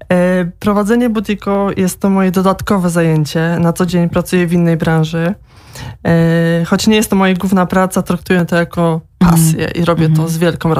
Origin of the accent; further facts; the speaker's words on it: Łódź, Łódź Voivodeship, Poland; now in Cork, Ireland; pochodzę z Łodzi. Jak wiadomo, jest to zagłębie włókiennictwa i to właśnie tam znajdują się największe hurtownie odzieżowe.